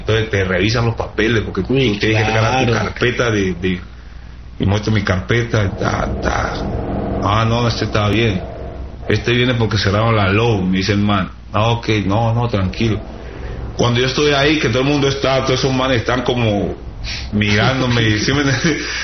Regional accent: Colombia; Porque estoy solo, sí, soy yo colombiano ahí

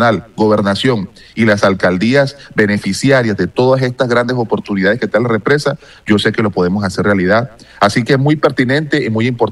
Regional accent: Maicao, La Guajira, Colombia; Maicao es mi pueblo donde nací, donde tengo mi arraigo, donde vivo con mi familia

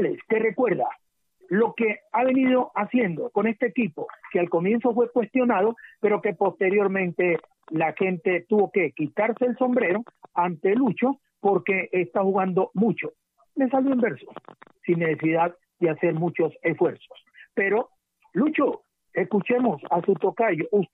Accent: Colombia; para mí, como colombiano

